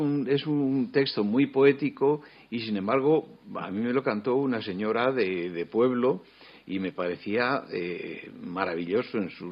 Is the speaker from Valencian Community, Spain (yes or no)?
no; Valladolid, Castile and León, Spain; la medalla de oro de la provincia de Valladolid, lo cual quiere decir que soy un poco profeta en mi tierra